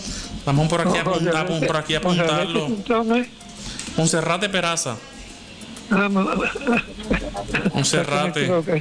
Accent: Lajas, Puerto Rico; yo soy también de allá de Lajas. Yo también soy de allá de Lajas

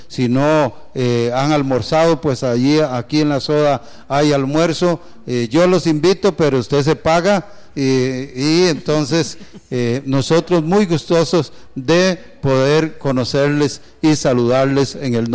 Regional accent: Costa Rica; que Dios esté con cada uno de los costarricenses

